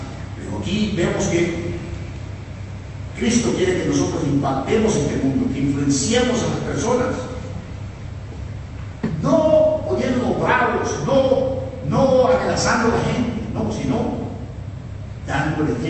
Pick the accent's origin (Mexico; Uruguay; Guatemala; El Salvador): El Salvador; moved away; No solamente aquí los que vivimos en este país, sino que usted que vive ahí en mi país.